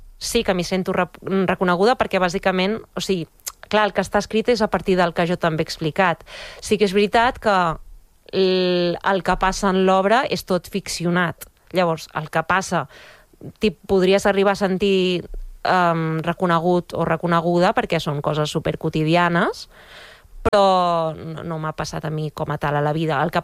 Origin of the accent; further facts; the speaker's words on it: Balearic Islands, Spain; born there; accent: Mallorcan; O sigui, clar, pare madrileny, mare catalana, i jo i ma germana vam néixer a Mallorca. Llavors, a casa s'ha parlat sempre castellà i català central, però de portes a fora hem parlat sempre mallorquí.